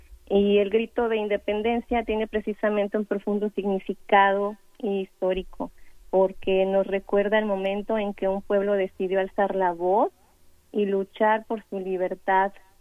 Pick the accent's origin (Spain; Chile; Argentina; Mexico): Mexico; now in Chicago, United States; nosotros como mexicanos tenemos algo que nos caracteriza, que es la unidad.